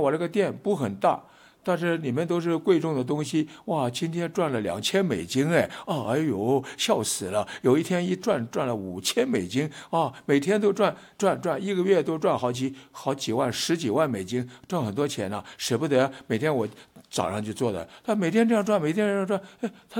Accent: Taiwan; 我们在台湾打高尔夫球很贵

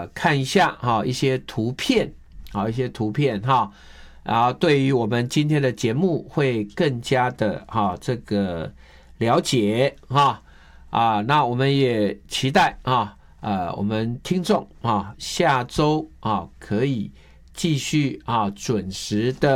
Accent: Taiwan

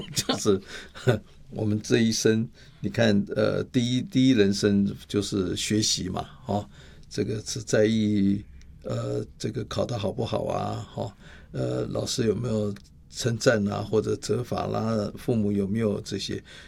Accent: Taiwan

